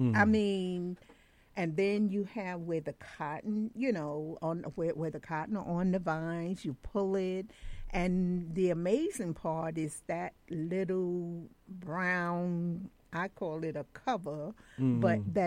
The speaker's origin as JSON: {"language": "English", "region": "Mississippi", "country": "United States", "said": "I'm from Mississippi."}